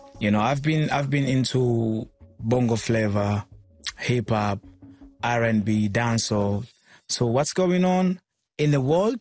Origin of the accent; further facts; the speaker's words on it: Arusha, Tanzania; It was a group with 4 members back in Arusha. I was born and raised in Arusha. Yeah. So we came from Arusha, and then later on, we had to go to Dar because Dar is where everything is.